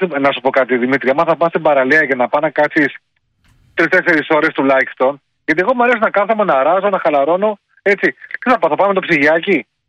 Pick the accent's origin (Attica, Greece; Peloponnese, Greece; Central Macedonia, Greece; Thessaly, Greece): Peloponnese, Greece; Velo; γιατί μένω στο χωριό μου, είναι το Βέλο, που είναι πριν το Κιάτο ακριβώς.